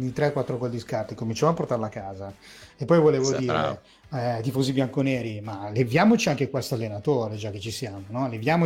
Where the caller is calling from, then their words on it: Legnano, Lombardy, Italy; da Legnano